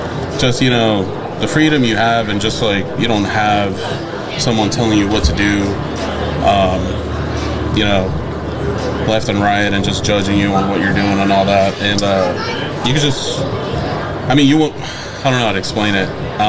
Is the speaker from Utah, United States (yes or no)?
no; Los Angeles, California, United States; moved away as an adult; I'm from, like everyone else, I'm from Los Angeles. I moved out here in 2019.